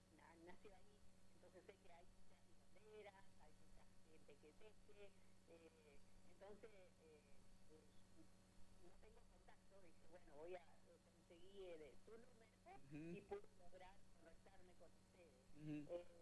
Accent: Salta, Argentina; now in Villa Ventura, Argentina; yo soy salteña, mirá, pero hace muchos años que vivo acá, en Villa Ventura

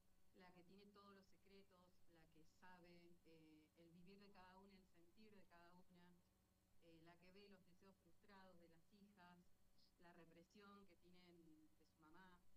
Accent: Neuquén, Argentina; Nosotros somos 9 actrices neuquinas.

